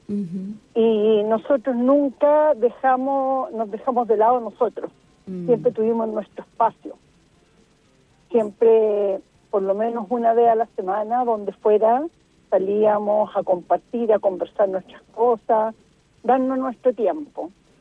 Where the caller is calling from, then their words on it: Santiago, Santiago Metropolitan Region, Chile; De Santiago.